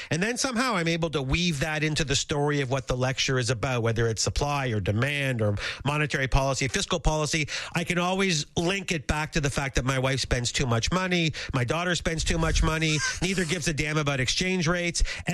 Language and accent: English; Toronto, Ontario, Canada; I grew up in North York at Don Mills and Finch, and that's exactly where I live right now, 10 houses from where I grew up.